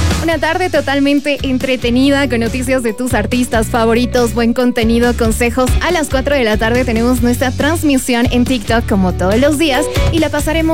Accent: La Paz, Bolivia; los paseños siempre sabemos mostrar una sonrisa. Y no solo los paseños, los bolivianos en general.

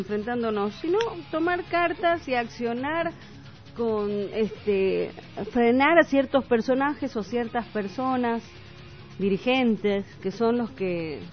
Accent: Bolivia; A nosotros, un pueblo boliviano que es tranquilo, que por historia siempre ha sido un pueblo que se supera

